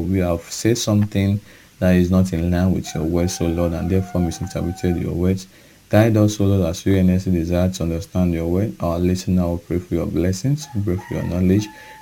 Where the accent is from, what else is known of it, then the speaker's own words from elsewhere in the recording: Okada, Edo, Nigeria; So once again … from Okada Town, Edo State, Nigeria.